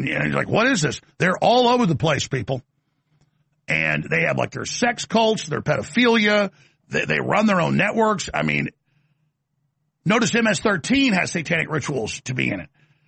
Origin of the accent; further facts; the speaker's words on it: Dallas, Texas, United States; it's the same thing growing up in Dallas, because I grew up in the time the richest county in Texas, right outside Dallas